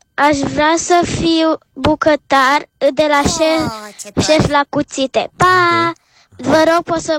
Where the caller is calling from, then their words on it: Bucharest, Romania; din București, am aproape 9 ani